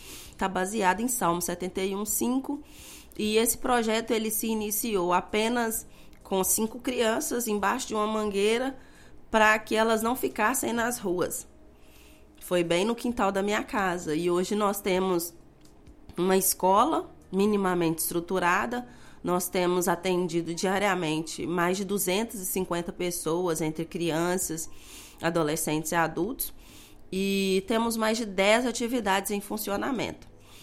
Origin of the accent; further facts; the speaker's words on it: Governador Valadares, Minas Gerais, Brazil; now in Mozambique; Então, sou mineira, valadarense, e professora de profissão, gestora de recursos humanos.